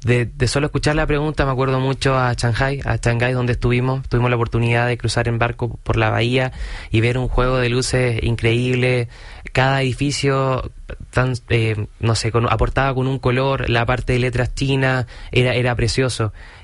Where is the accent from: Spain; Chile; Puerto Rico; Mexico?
Chile; Muchas veces decimos como chileno, estudio tanto chino mandarín y voy a la tienda a comprar y no me entienden